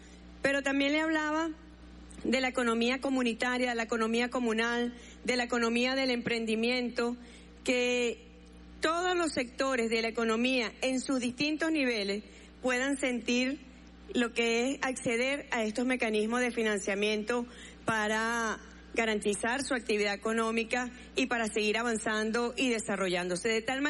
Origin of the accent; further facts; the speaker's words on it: Venezuela; habla mucho de lo que somos los venezolanos y las venezolanas, que somos capaces en las peores de las dificultades, de los peores de los momentos, recuperarnos, sobreponernos y avanzar.